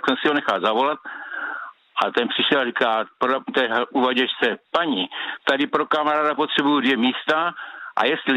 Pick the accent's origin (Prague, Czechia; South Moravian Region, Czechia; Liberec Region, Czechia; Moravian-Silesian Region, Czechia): South Moravian Region, Czechia; Brno; Já jsem původem z Husovic, takže mám k divadlu Svatoboj